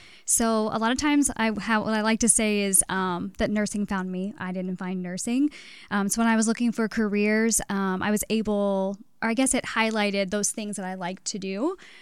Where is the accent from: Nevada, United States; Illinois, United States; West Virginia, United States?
Illinois, United States; Eldorado; So I grew up in El Dorado, which is a rural community in Southern Illinois.